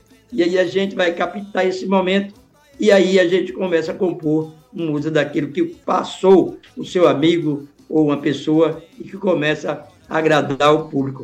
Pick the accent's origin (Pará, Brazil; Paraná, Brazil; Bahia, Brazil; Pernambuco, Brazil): Pernambuco, Brazil; Recife; É o DDD 87, mas eu sou de Recife.